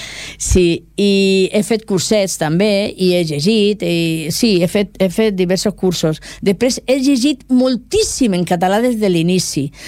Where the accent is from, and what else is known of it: Catalonia, Spain; accent: Murcian; Catalan is a second language